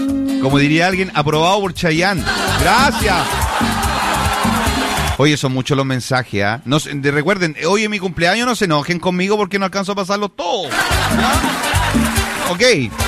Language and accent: Spanish; Mexico; En el coche, ah, me salió como claro, estadounidense. Como mexicano. Voy al coche.